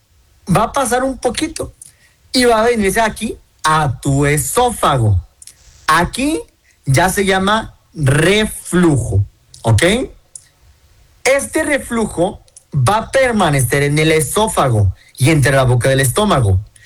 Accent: Mexico; Somos mexicanos

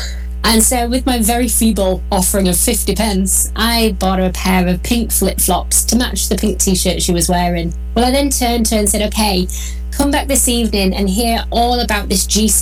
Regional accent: England, United Kingdom; I'm from England, we don't get much sunshine.

